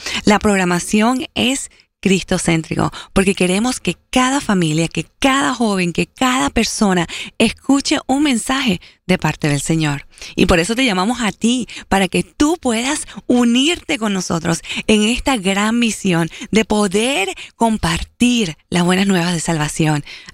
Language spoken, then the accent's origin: Spanish; Florida, United States; yo crecí aquí en los Estados Unidos, aquí en la Florida